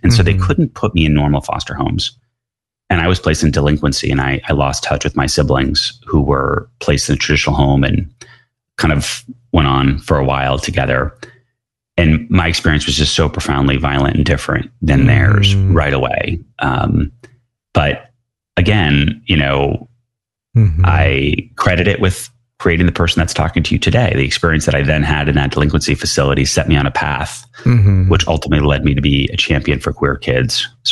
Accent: New York City, New York, United States; growing up in New York City

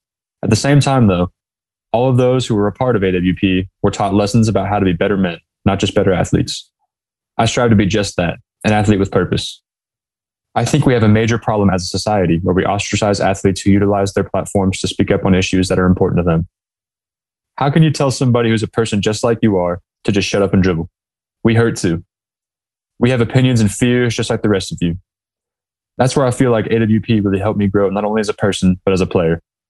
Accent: Fort Wayne, Indiana, United States; creating some JB3 summits in my hometown of Fort Wayne.

